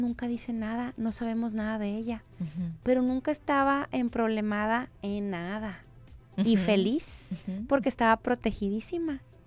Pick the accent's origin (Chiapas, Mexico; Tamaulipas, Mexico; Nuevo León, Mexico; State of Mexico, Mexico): Nuevo León, Mexico; Monterrey; yo ves que soy de Monterrey, soy regia